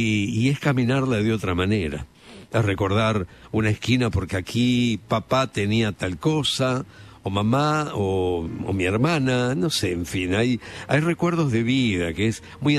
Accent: Santa Fe, Argentina; Yo hoy soy un viajero en esa ciudad porque llego a un hotel, porque me hospedo 2-3 días, porque emito para Mitre de Santa Fe

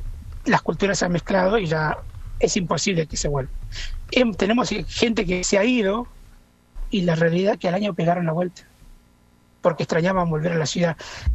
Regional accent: Buenos Aires, Argentina; soy hijo de inmigrantes, yo soy nacido en Buenos Aires, y ahí viene el gran problema del arraigo de esta tierra hermosa que es la Argentina

